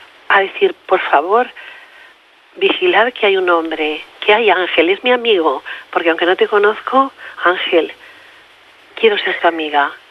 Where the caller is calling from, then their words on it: Cerdanyola del Vallès, Catalonia, Spain; Yo fui la señora que te dije que vivía al lado tuyo, vivo en Sardañola.